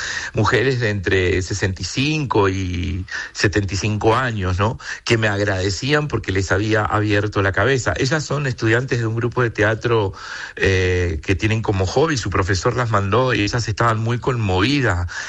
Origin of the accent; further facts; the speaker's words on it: La Unión, Los Ríos, Chile; born there; en Valdivia, que es a 80 kilómetros de donde yo nací, en La Unión